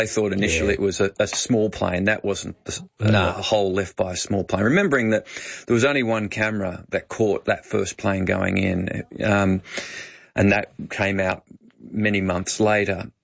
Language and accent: English; Bendigo, Victoria, Australia; I'm a boy from Bendigo. I was pretty young still then. I hadn't been in the US that long.